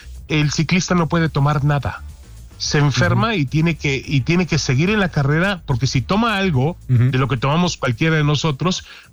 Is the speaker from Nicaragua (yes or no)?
no; Mexico